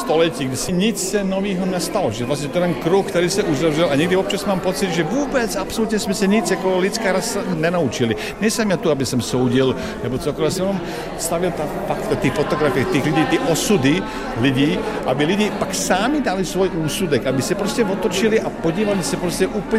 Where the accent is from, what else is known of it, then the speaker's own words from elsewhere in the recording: Serbia; moved away as an adult; also born or lived in Prague, Czechia; Já jsem z Balkánu, ze Srbska, a šel jsem studovat do Prahy.